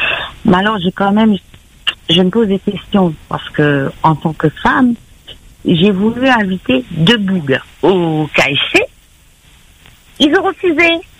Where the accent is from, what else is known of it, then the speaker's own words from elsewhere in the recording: Réunion; Je suis de l'Est. … Je suis bien une créole. Je suis née à La Réunion